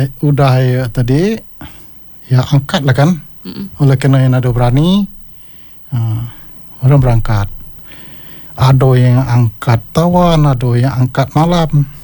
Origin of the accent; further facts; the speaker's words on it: West Kalimantan, Indonesia; kami suku Lebang